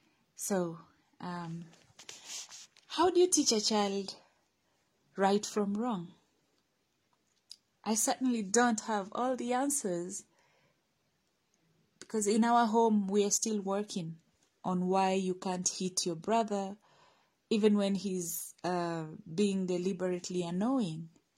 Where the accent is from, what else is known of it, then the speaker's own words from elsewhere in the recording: Kenya; my home country, Kenya